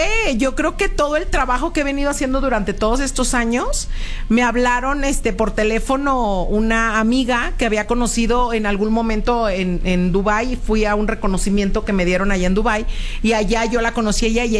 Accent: Mexico; also born or lived in Barcelona; Pues fíjate que es muy emocionante porque siendo mexicano te abrazan. O sea, tenemos algo los mexicanos que es bien curioso, porque allá en Barcelona hay de todo el mundo

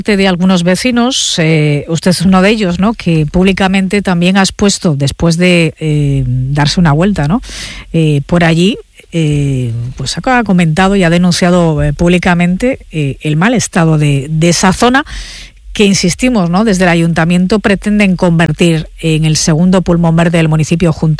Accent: Torrelavega, Cantabria, Spain; yo que soy de Torrelavega

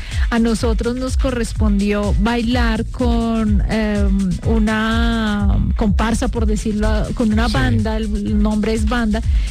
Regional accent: Colombia; como buena colombiana que soy y rumbera

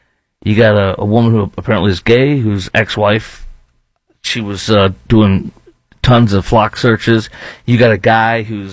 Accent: Chicago, Illinois, United States; now in Indiana, United States; See, I'm a Midwest guy, born and raised in Chicago, but you know when I'm here, our fall sucks.

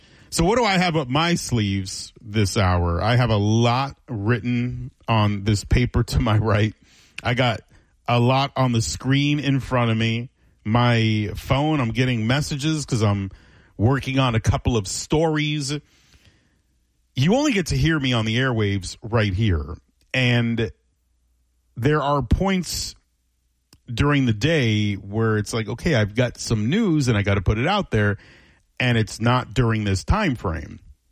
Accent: United States; As an American citizen

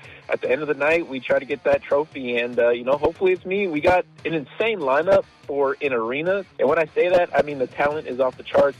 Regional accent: California, United States; From California.

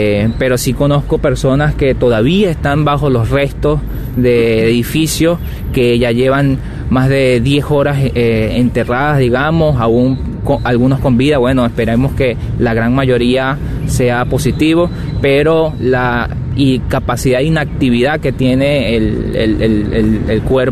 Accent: Venezuela; Como venezolanos estamos autoconvocados, siempre llevando, digamos, ese cariño por los venezolanos que están dentro de Venezuela

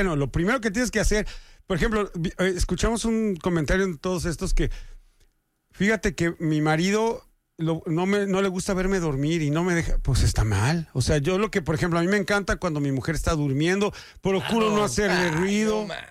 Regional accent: Mexico; Oye, nosotros somos mexicanos. Somos mexicanos y no guatemaltecos, somos diferentes.

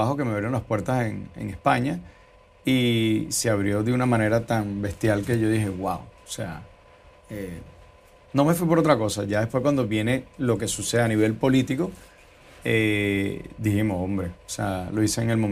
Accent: Venezuela; moved away as an adult; also born or lived in California / Miami; now in Madrid, Spain; no solamente por ser venezolano

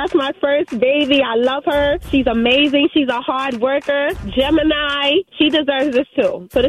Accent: New York City, New York, United States; I'm from Marmion Avenue, born and raised, but I live in the North Bronx now.

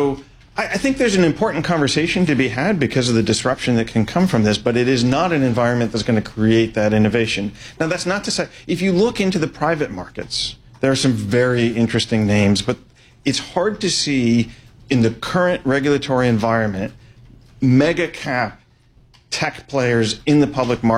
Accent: United Kingdom; I have to say, because we're British and not European anymore, right?

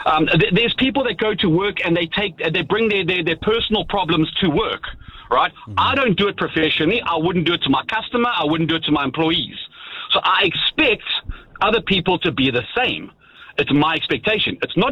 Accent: South Africa; because I'm South African, I'm quite a, people say I'm aggressive. So I sound aggressive just because of the way that I speak.

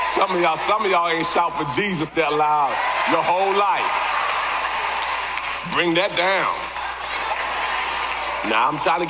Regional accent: Washington, District of Columbia, United States; I grew up in D.C., so I grew up around Patrick Ewing.

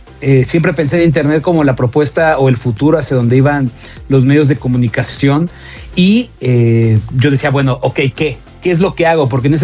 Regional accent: Nezahualcóyotl, State of Mexico, Mexico; Yo soy oriundo de Ciudad Neza, Hualcoyotl, del Estado de México.

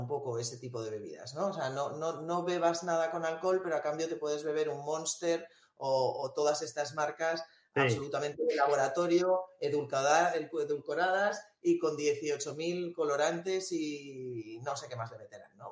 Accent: La Rioja, Spain; born there; Bueno, La Rioja, quizás por donde yo nací, es más conocida.

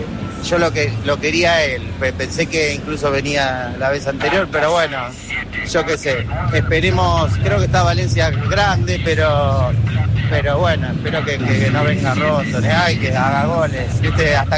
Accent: Haedo, Buenos Aires Province, Argentina; bueno, vengo de Aedo.

